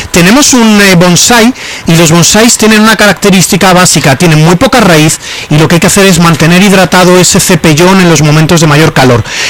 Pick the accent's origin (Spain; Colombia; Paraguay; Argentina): Spain; Valencian Community; Yo a ti te voy a recomendar, como buen valenciano, el cumquat.